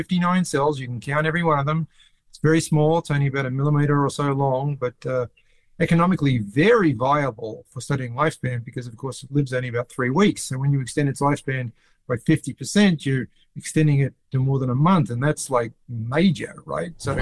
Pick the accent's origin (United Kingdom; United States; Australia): Australia; born or raised there